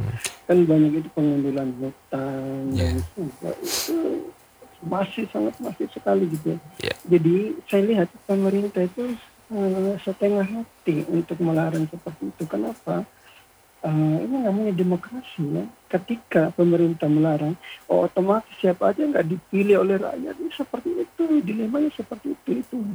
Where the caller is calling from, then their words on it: Bima, West Nusa Tenggara, Indonesia; di Kota Bima.